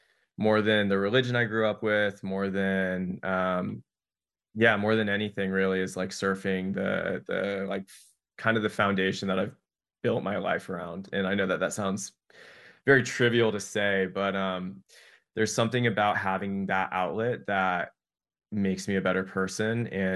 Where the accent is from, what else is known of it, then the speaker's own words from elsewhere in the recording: Florida, United States; moved away; also born or lived in Oregon; So I've lived here since 2017, so for about 9 years. And I was born in Oregon, but I grew up in Florida